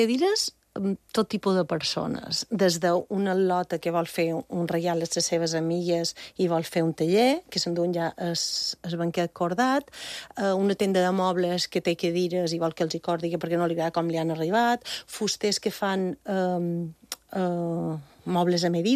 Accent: Bunyola, Balearic Islands, Spain

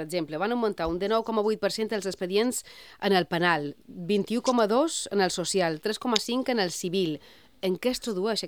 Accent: Balearic Islands, Spain; Jo sí, no vaig nedar com a bona mallorquina.

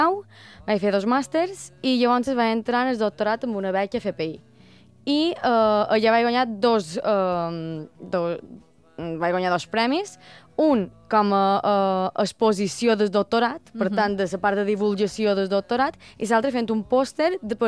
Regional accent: Manacor, Balearic Islands, Spain; De Manacor, crec que se nota.

